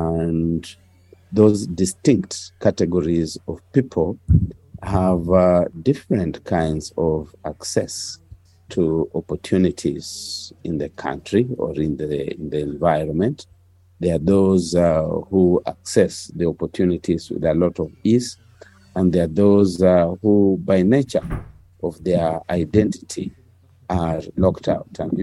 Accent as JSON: {"language": "English", "country": "Kenya", "said": "as a Kenyan people, we are increasingly becoming violent."}